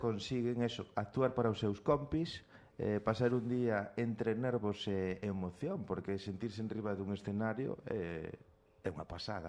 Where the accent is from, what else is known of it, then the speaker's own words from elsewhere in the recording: Galicia, Spain; Eu veño incorporado, que son da Mariña.